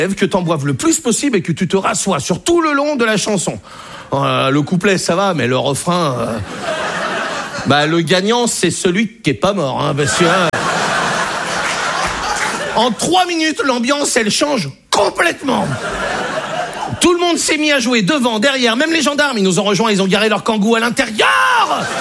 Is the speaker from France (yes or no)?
yes; Brittany, France; Je suis breton. Hein, moi, j'ai été accepté en Bretagne.